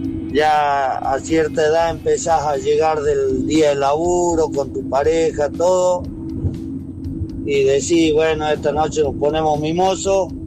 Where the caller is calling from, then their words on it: Salta, Argentina; camionero de Salta.